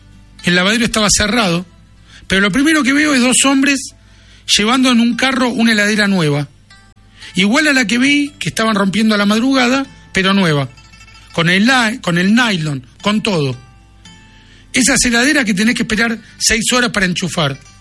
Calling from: Buenos Aires, Argentina; de Boedo. Vivo en un PH, subiendo una escalera.

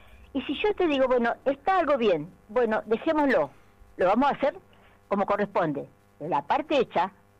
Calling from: Ramallo, Buenos Aires Province, Argentina; yo soy de Ramallo.

